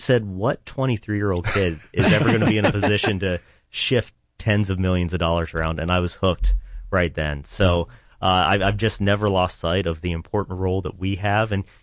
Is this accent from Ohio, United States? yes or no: yes; Dover, Ohio, United States; I'm originally from Dover, Ohio, and then I went to Wittenberg University in Springfield